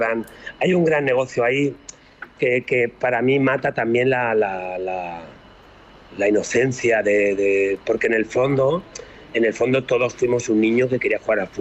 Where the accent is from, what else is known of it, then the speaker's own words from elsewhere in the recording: Málaga, Andalusia, Spain; Aparte, yo que soy de Málaga, pues Málaga era una sede.